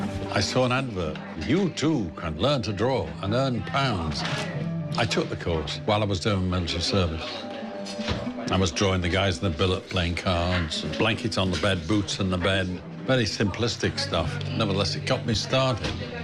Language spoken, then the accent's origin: English; Wales, United Kingdom; Well, in a way, you know, I was not far from Liverpool.